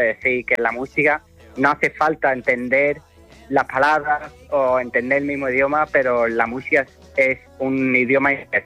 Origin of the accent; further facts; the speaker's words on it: England, United Kingdom; Spanish is a second language; now in Huelva, Spain; Bueno, realmente norteamericano no soy, soy inglés.